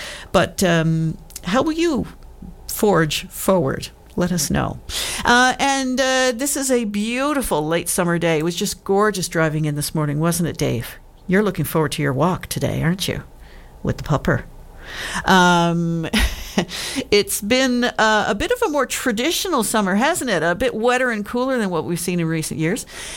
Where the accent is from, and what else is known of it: Newfoundland and Labrador, Canada